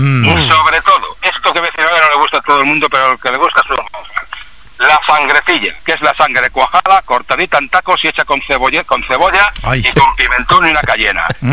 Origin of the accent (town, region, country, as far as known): Valladolid, Castile and León, Spain